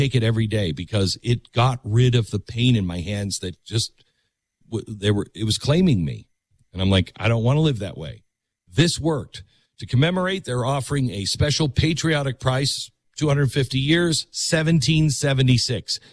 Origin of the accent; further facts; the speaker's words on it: San Francisco, California, United States; We're from San Francisco. We're Americans.